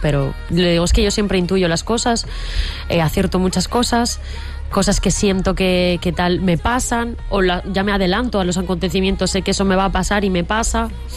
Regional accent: Zaragoza, Aragon, Spain; born there

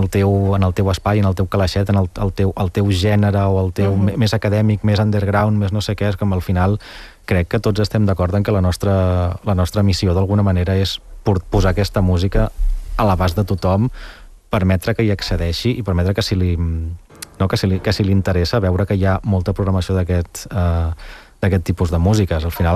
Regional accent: Granollers, Catalonia, Spain; jo soc de Granollers

